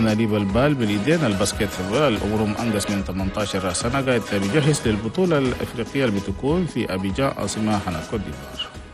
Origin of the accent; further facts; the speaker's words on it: Chad; هو تاريخنا الاستقلال هنا بلدنا تشاد